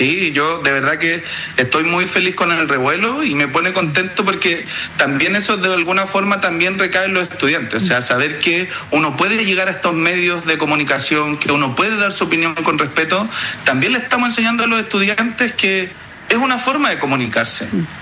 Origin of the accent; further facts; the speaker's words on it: Santiago, Santiago Metropolitan, Chile; Y yo estoy ahora en la ciudad de Puerto Natales, yo soy de Santiago, trabajo en la comuna de Pedro Aguirre Cerda